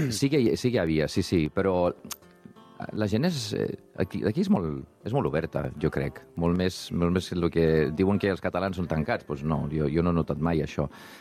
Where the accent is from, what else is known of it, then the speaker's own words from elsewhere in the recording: Iceland; first language Icelandic; Catalan is a second language; moved away as an adult; now in Barcelona, Spain; al meu poble, a Corere, d'Islàndia.